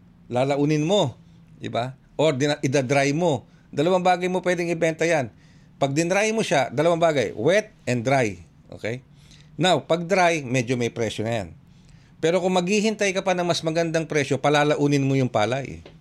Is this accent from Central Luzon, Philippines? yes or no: yes; Central Luzon, Philippines; Sa totoo lang, taga Region 3 po ako, taga Tarlac ako.